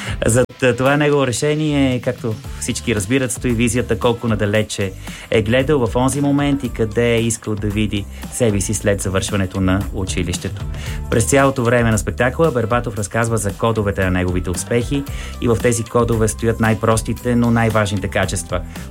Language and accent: Bulgarian; Pazardzhik, Pazardzhik Province, Bulgaria; защото и друг път съм споделял с вас и с нашите слушатели, че това е моя роден град.